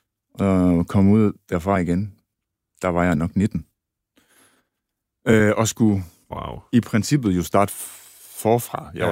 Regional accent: Aalborg, North Denmark Region, Denmark; jeg er 39 år gammel nu. Født og opvokset og stadig aalborgenser. Født ind i en helt klassisk parcelhusfamilie i en parcelhusjungle. 10 minutters kørsel uden for Aalborg, hvor jeg er vokset op med min storebror

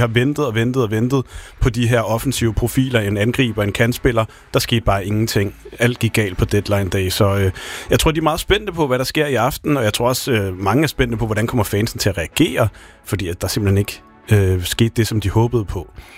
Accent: Central Denmark Region, Denmark; så jeg vil ikke være så bekymret som midtjyde

